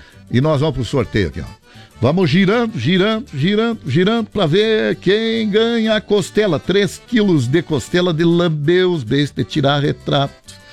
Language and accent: Portuguese; São Gabriel, Rio Grande do Sul, Brazil; rumo a minha terra, meu pago, terra dos Marechais São Gabriel.